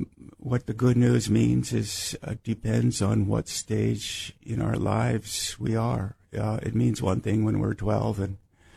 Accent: United States; also born or lived in Japan; It's different because I'm an American, and this is a very small city in the early 1960s. So the principal other foreigners into the city were my sisters.

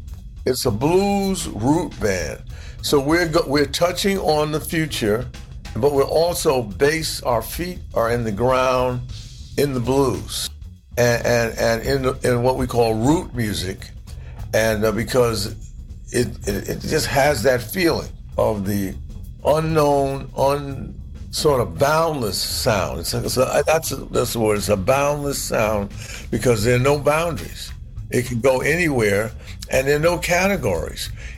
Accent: New York, United States; I always say I'm from the South Bronx.

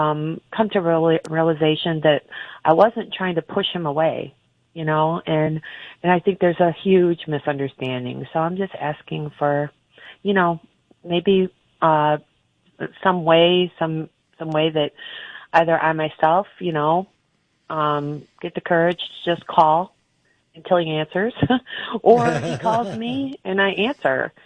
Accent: Michigan, United States; I'm from Michigan.

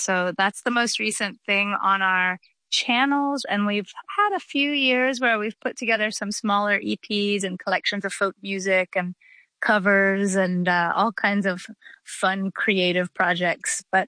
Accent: Georgia, United States; born or raised there

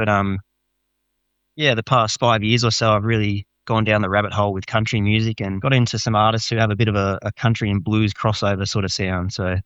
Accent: Bega, New South Wales, Australia; Yeah, I grew up in Bega on the far south coast of New South Wales, and I've been playing since I was 9 years old

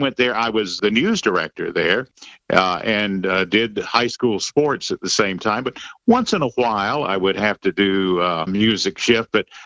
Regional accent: Durham, North Carolina, United States; Yes, I'm originally from Durham. I've never really strayed very far from home, just all in the Triangle, Raleigh-Durham area of North Carolina.

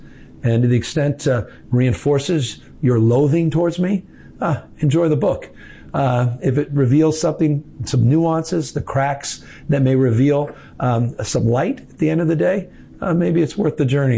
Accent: San Francisco, California, United States; I grew up in San Francisco and the bay and the fog.

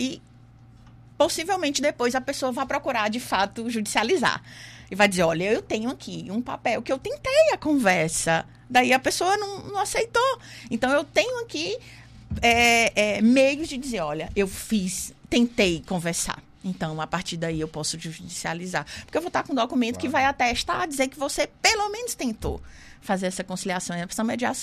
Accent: Piauí, Brazil; moved away as an adult; now in Maceió, Brazil; Eu sou do Piauí, né, então vim para cá, para Alagoas, em Maceió, me acolheu muito bem.

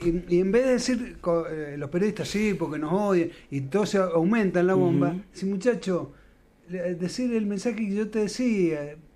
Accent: Mendoza, Argentina; Y como si somos mendocinos, el lugar que más cerca tenemos es Chile.

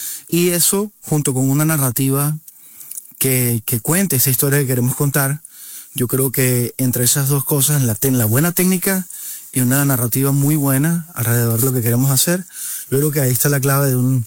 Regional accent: Venezuela; born there; Hombre, yo soy venezolano y soy mexicano nacido en Venezuela

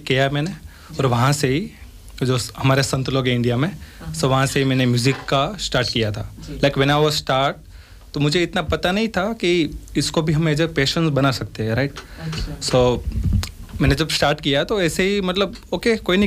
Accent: Gujarat, India; वैसे देखा जाए तो I M A Gujju like मैं जहाँ से बिलोंग करता हूँ वहाँ से लाइक म्यूजिशंस कोई नहीं है सुनने वाला ज़्यादा है

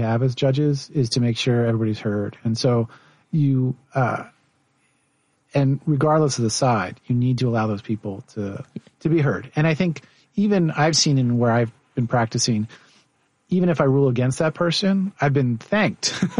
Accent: Vermont, United States; born there; moved away as an adult; now in Chicago, United States; So I'm originally East Coast. I was born in Vermont, in a town of like 300 people.

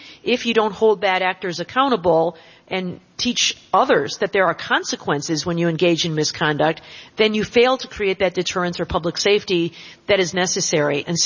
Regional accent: Michigan, United States; my home state of Michigan.

